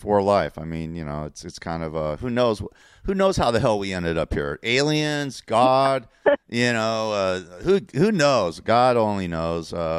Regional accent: Los Angeles, California, United States; Listen, like I said, I grew up on the Sunset Strip.

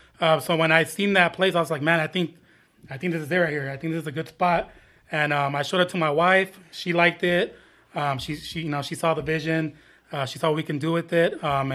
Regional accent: San Bernardino, California, United States; Well, that place for me has a lot of history. I grew up in San Bernardino, especially in the area. My mom still lives down the street from there.

